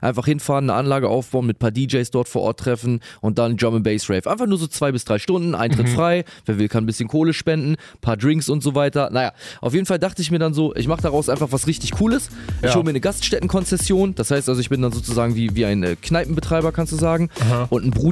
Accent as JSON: {"language": "German", "town": "Celle", "region": "Lower Saxony", "country": "Germany", "tie": "born or raised there", "said": "Am Freitag sind wir dann nach Celle gefahren, haben das da gemacht, das ist meine alte Heimat, da komme ich her, also das sind meine ganzen OGs von früher."}